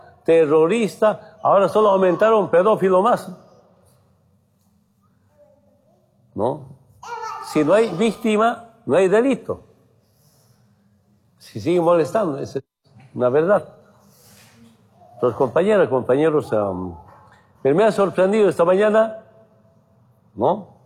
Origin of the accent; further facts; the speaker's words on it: Orinoca, Oruro, Bolivia; Sicuriada es la música de mi pueblo, de Orinoca.